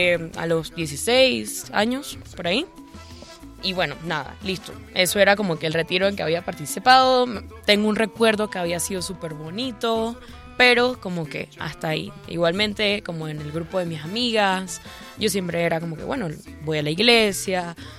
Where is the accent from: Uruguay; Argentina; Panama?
Panama; yo soy de Panamá, nací y criada en Panamá, tengo 26 años, vengo de una familia, pues, siempre católica al 100%